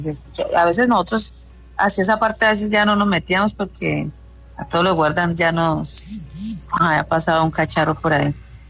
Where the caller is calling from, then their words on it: Yumbo, Valle del Cauca, Colombia; Desde Yumbo.